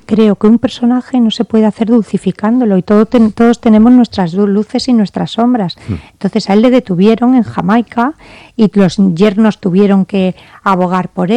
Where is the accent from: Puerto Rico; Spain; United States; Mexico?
Spain; siendo española